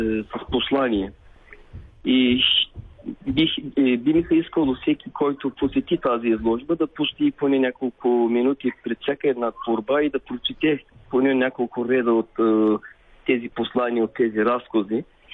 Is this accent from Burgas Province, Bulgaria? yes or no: yes; Aytos, Burgas Province, Bulgaria; also born or lived in Boyno, near Ardino, Kardzhali Province; Аз съм роден в село Бойно, близо до Ардино, но съм израснал в Айтос.